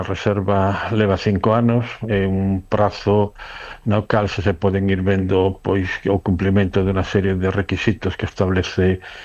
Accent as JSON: {"language": "Galician", "region": "Galicia", "country": "Spain", "said": "A ver, eu como galego solo ir todo ano"}